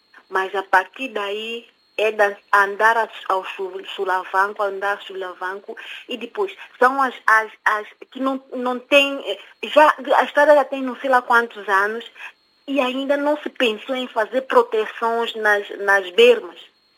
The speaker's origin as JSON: {"language": "Portuguese", "country": "São Tomé & Príncipe", "said": "Eu sou da zona norte de Santo Tomé e presenciei muita coisa na estrada, até que dá medo."}